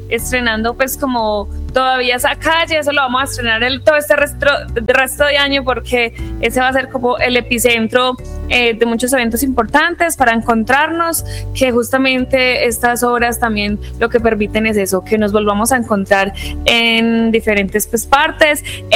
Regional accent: Concordia, Antioquia, Colombia; Este gran desfile nos encontró a todos como la familia concordiana y antioqueña que somos.

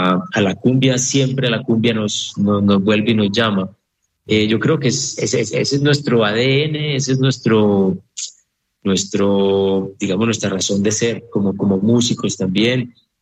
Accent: Colombia

